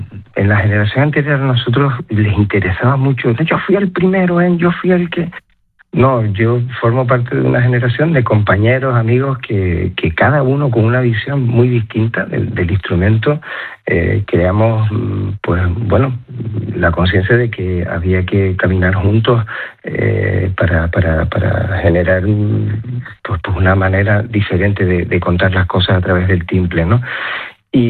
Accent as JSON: {"language": "Spanish", "region": "Canary Islands", "country": "Spain", "said": "yo que soy hijo y nieto de migrantes y como canario"}